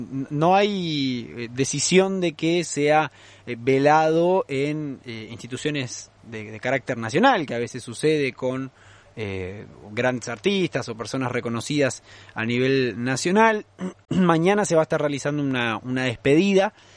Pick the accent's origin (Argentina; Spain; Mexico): Argentina; Paraná, Entre Ríos; born there; Yo puedo decir que nací en la misma ciudad que … no sé los del otro lado del charco. Lo discutirán. ¿Qué pasa, Iván? Sí, yo soy de origen vasco